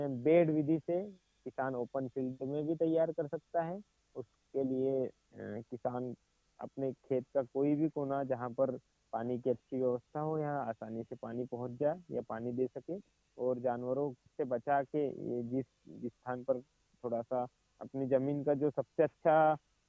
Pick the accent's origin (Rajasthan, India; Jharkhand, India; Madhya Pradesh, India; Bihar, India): Madhya Pradesh, India; हमारे निमाड़ में या हमारे जिले में